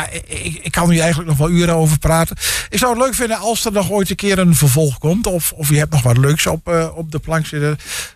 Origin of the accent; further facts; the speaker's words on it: Overijssel, Netherlands; Ja, als Twente, als Tukker.